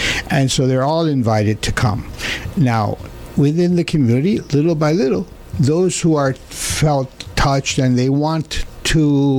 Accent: California, United States; moved away as an adult; also born or lived in New Jersey; I come from California

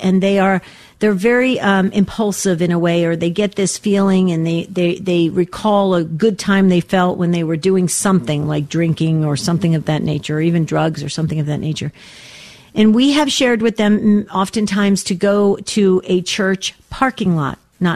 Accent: New Jersey, United States; I was born and raised in New Jersey

